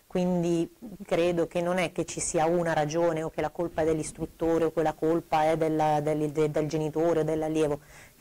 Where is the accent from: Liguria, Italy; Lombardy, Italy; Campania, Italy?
Lombardy, Italy; Lecco